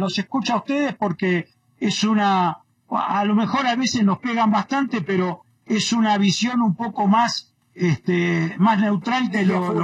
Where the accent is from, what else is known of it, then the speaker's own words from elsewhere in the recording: Argentina; y bueno, pensando, somos argentinos, pero la realidad es esa, Jorge.